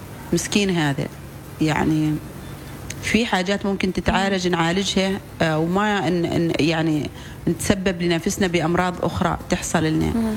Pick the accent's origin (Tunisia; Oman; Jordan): Oman; احنا كمجتمع عماني